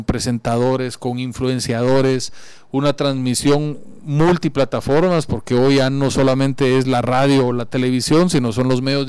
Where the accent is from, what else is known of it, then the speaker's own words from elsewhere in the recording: Guatemala; somos nosotros los guatemaltecos